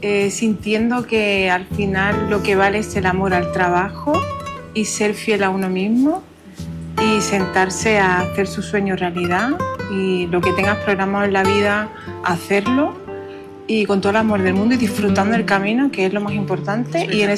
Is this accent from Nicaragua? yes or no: no; Huelva, Andalusia, Spain; aun criándome con este género y con los fandangos de Huelva, ¿no? En mi tierra.